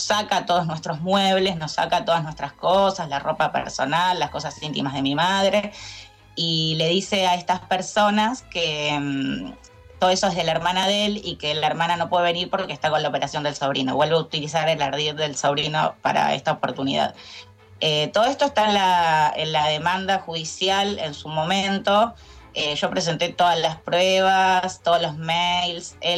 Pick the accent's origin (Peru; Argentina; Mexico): Argentina